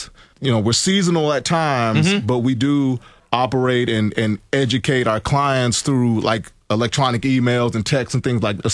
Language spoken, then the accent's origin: English; Chicago, Illinois, United States; We're both from Chicago.